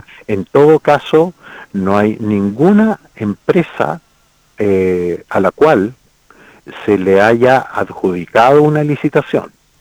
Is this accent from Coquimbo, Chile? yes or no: no; Magallanes and Chilean Antarctica, Chile; Mire, yo soy magallánico. A mí me tocó estar en la década del 1978 en Magallanes